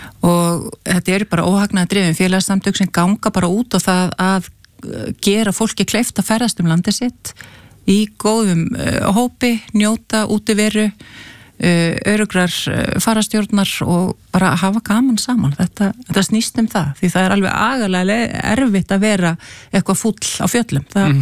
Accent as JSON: {"language": "Icelandic", "town": "Mosfellsbær", "region": "Capital Region", "country": "Iceland", "tie": "born or raised there", "said": "þá var ég að stýra svona verkefni upp í Mosfellsbæ, mínum heimabæ heilsueflandi samfélag"}